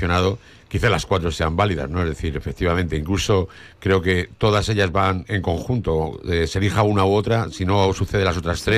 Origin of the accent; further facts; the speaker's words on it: Madrid, Community of Madrid, Spain; now in Marbella, Spain; en mi infancia, yo soy de Madrid, como ya sabéis, sí, pues veraneábamos como catetos madrileños en Cullera, Gandía, Torre Valdina, la costa, sí, sí, de Levante.